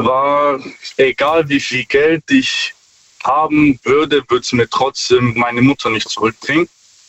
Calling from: Stuttgart, Baden-Württemberg, Germany; Stuttgart.

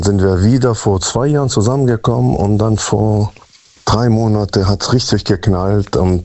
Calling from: Münster, North Rhine-Westphalia, Germany; Münster-Westfalen. Ich bin aus Münster-Westfalen.

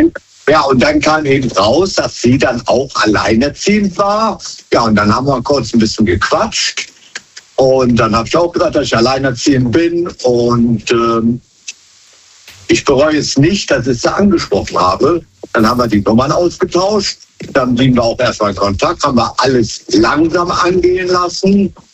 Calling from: Wesseling, North Rhine-Westphalia, Germany; Aus Wesseling.

